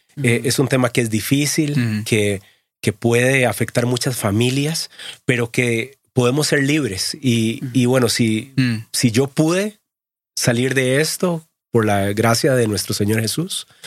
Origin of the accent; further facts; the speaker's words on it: Costa Rica; yo crecí en Costa Rica, en una familia de hombres.